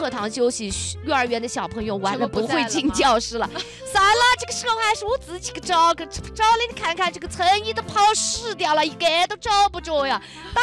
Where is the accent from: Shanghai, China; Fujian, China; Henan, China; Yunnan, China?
Yunnan, China; Kunming; 我们俩是纯正的 昆明人， 我们是纯正的昆明哟